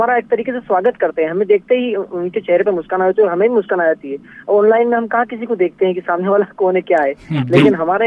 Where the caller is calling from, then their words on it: Madhya Pradesh, India; ग्राम लोध तहसील तराना से बोल रहा हूँ।